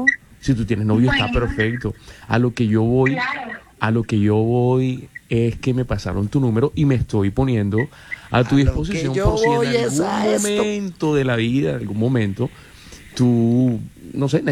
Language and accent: Spanish; Barranquilla, Atlántico, Colombia; Yo soy de aquí de Barranquilla.